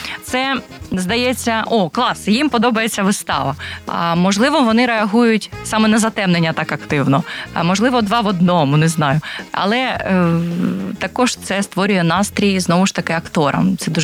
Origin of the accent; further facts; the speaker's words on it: Kharkiv, Kharkiv Oblast, Ukraine; now in Kryvyi Rih, Ukraine; я сама з Харкова